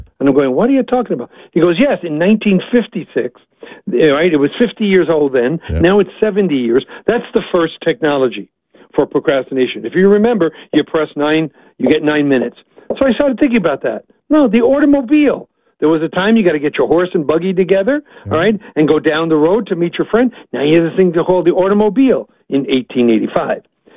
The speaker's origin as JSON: {"language": "English", "region": "New York", "country": "United States", "said": "Okay, I talk fast. I'm from New York, so I can do this."}